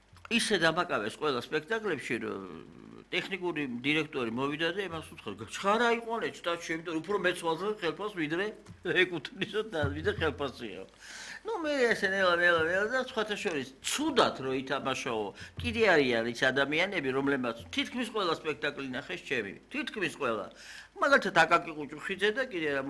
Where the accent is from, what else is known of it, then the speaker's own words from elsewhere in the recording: Mtskheta-Mtianeti, Georgia; ზედით ხევსური ვარ ჯიში და ჯილაგი დერის მხრიდან არც მამის მხრიდან და ცუდი იმის იქაც არაჩვეულებრივი ხალხია მაგრამ მაინც აქეთ უფრო სადაც გავიზარდე სადაც დავიბადე ის უფრო არის ჩემში ღრმად